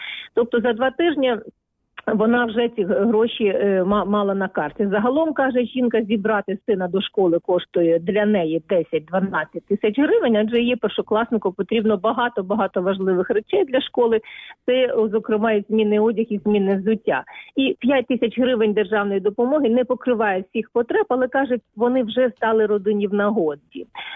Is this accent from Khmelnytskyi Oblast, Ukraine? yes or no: yes; Khmelnytskyi, Khmelnytskyi Oblast, Ukraine; born there; я також в дитинстві, коли я народилася в Хмельницькому, приїздила в цей музей ще давно-давно.